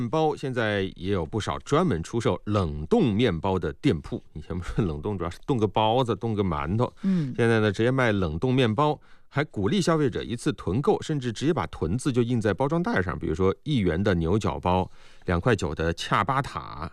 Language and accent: Chinese; Wuhan, Hubei, China; 我们武汉人叫咯咯凉